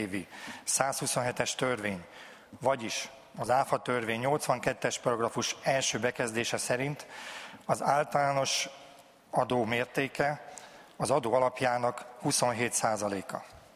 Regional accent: Gelléháza, Zala, Hungary; Egy Zala megyei faluban, Gelléházán nőttem fel.

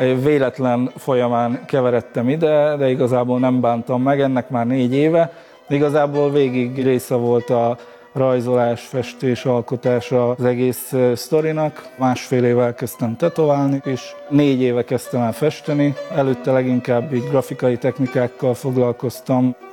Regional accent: Kisnamény, Szabolcs-Szatmár-Bereg, Hungary; also born or lived in Mátészalka; Gyarmaton születtem, Kisnaményban nőttem fel, a szomszéd faluba Jánkmajt is jártam iskolába, általános iskolába.

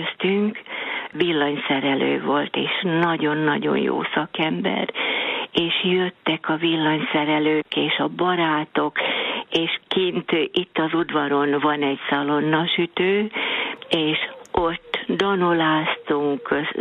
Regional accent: Sáp, Hajdú-Bihar, Hungary; now in Berettyóújfalu, Hungary; Én Sápon nőttem fel, és mikor férhez mentem Berettyóújfaluba, anyósom is egy nagyon jó kedélyű, mindig daloló apósom citerákat készített

